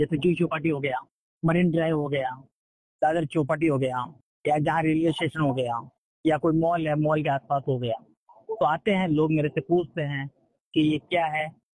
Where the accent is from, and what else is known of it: Rajasthan, India; now in Mumbai, India